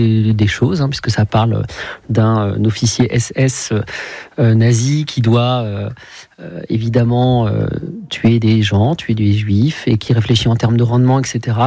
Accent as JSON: {"language": "French", "town": "Véretz", "region": "Centre-Val de Loire", "country": "France", "said": "je suis de Véretz"}